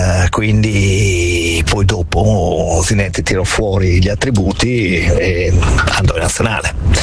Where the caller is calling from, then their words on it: Milan, Lombardy, Italy; da Milano.